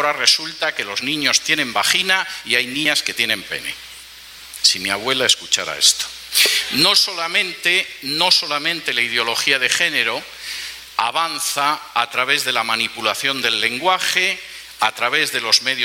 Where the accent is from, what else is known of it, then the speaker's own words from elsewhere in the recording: Spain; moved away; en mi país, hace cosa de poco más de un año, en algunas regiones de España